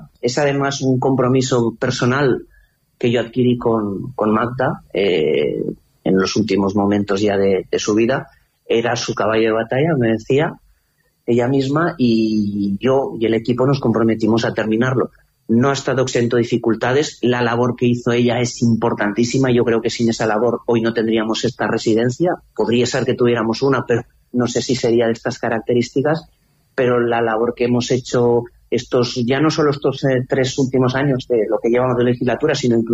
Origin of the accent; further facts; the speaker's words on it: Mequinenza, Aragon, Spain; Pues ser alcalde de mi pueblo, lo primero que me viene pues es que es el mayor honor que puede tener un ciudadano, ¿no? Un ciudadano de Mequinenza. Es un pueblo pequeño, para lo que es Aragón ya tiene una cierta dimensión, ¿no?